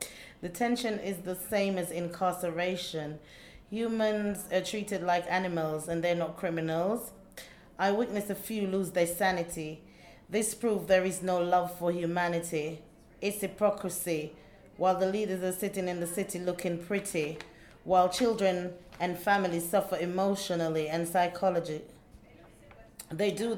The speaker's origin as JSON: {"language": "English", "country": "Jamaica", "said": "I'm from Jamaica."}